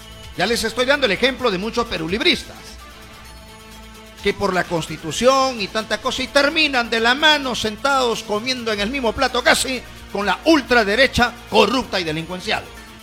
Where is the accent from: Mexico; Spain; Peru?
Peru; Usted como peruano de a pie común y corriente